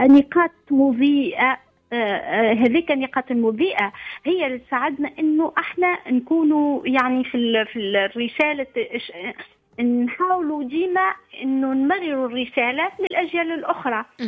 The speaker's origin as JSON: {"language": "Arabic", "country": "Tunisia", "moved": "yes", "lives_now": "France", "said": "انا كنت في تونس تشبعت بهذيك الثقافة"}